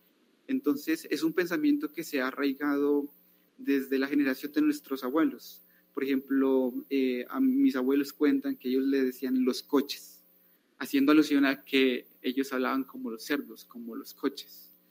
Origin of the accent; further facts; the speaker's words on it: Sibundoy, Putumayo, Colombia; moved away as an adult; now in Bogotá, Colombia; en este caso hablo de Sibundoy